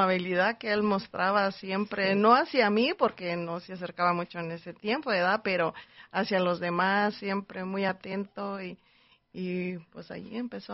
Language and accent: Spanish; Michoacán, Mexico; tenemos 3 hijos, somos de Michoacán y estamos muy contentos de estar hoy aquí.